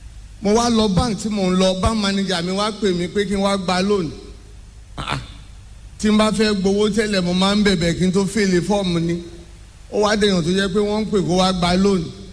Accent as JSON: {"language": "Yoruba", "town": "Owo", "region": "Ondo", "country": "Nigeria", "tie": "born or raised there", "said": "Èmi ọmọ Ondo State ní ìlú Ọ̀wọ̀ òun ni mo ti wá."}